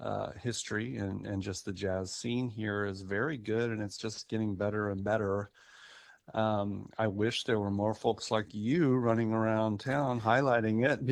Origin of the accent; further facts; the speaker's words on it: Austin, Texas, United States; I grew up here in Austin, born and raised.